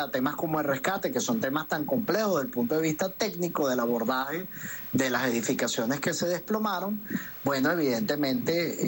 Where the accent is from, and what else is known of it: Venezuela